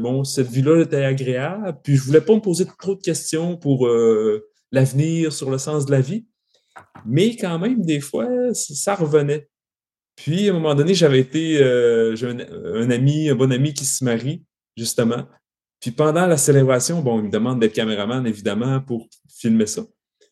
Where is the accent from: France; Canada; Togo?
Canada; Saint-Prime, Quebec; je suis originaire de Saint-Prime, un petit village du lac Saint-Jean, un petit village agricole de campagne situé entre Roberval et Saint-Félicien.